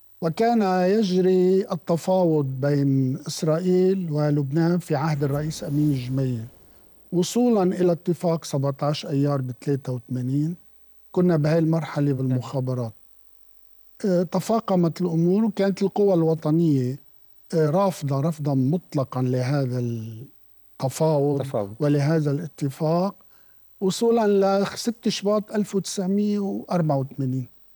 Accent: Lebanon; born there; كنت في إجازة في قريتي، وكنت نايم عند جدتي في القرية.

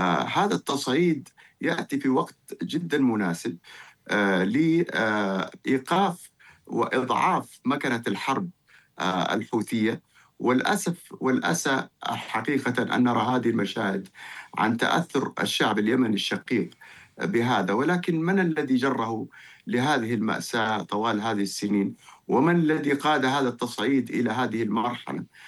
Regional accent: Jeddah, Makkah Province, Saudi Arabia; فأنا كمواطن سعودي أجئت من جدة إلى الرياض لأعيش هذه اللحظات مع إخواني هنا،

